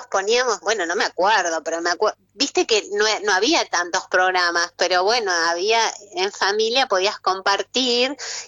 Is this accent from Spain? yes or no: no; Carmen de Patagones, Buenos Aires Province, Argentina; born there; nací en Carmen de Patagones